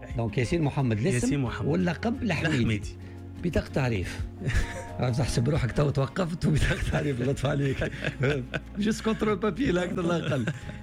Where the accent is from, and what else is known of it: Djerba, Medenine, Tunisia